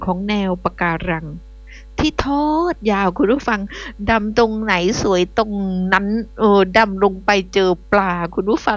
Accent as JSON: {"language": "Thai", "region": "Phuket", "country": "Thailand", "tie": "born or raised there", "said": "บ้านดิฉันเองจังหวัดภูเก็ตดิฉันได้เป็นคนบ้านนอกเนาะอยู่นอกนะนอกแผ่นดินนะดิฉันมาจากเกาะ"}